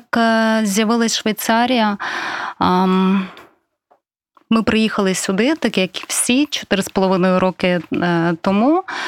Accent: Berdychiv, Zhytomyr Oblast, Ukraine; accent: Berdychiv dialect, surzhyk; Він сам з Коростеня, я з Бердичева. Я хочу наперед вибачитися за свій бердичівський діалект. Такий суржик, нечисто українська

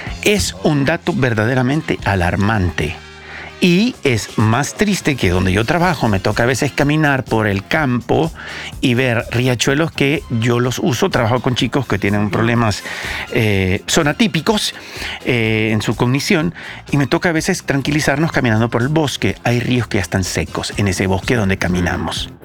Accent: El Salvador; Yo crecí en El Salvador

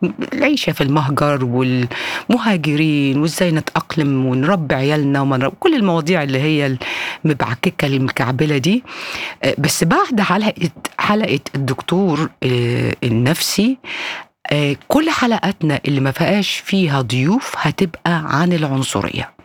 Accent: Egypt; بقى في ناس بتتطلق عندنا في مصر بعد شهرين

